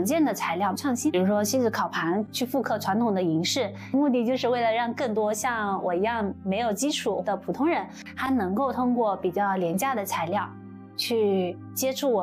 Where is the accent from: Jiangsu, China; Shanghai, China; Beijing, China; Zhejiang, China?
Zhejiang, China; Wenzhou; 我的老家温州